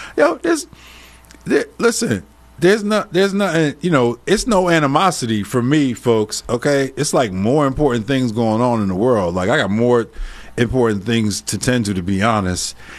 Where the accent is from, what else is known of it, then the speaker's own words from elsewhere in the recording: Newark, New Jersey, United States; I'm from Newark, New Jersey, right?